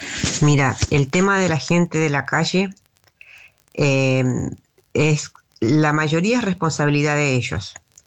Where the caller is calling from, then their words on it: Garín, Buenos Aires Province, Argentina; de Garín.